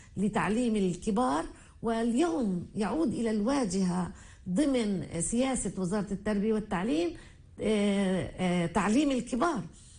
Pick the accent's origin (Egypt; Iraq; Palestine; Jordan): Palestine; رؤيتنا كفلسطينيين لهويتنا الفلسطينية